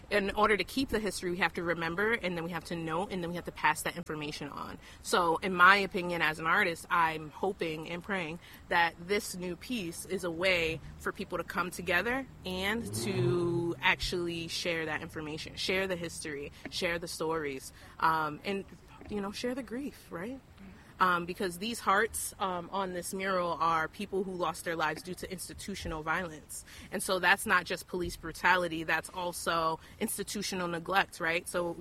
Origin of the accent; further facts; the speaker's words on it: Albany, New York, United States; I'm also from Albany. I grew up here.